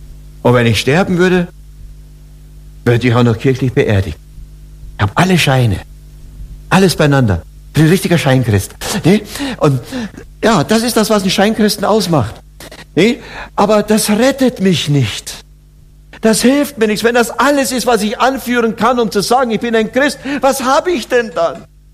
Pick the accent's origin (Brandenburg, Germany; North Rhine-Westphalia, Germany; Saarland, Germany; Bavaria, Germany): Bavaria, Germany; Oberammergau; born or raised there